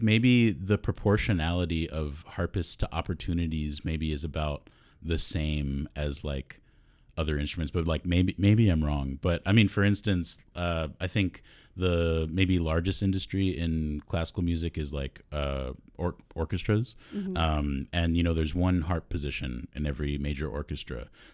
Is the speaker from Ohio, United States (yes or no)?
no; Virginia, United States; I grew up in Virginia.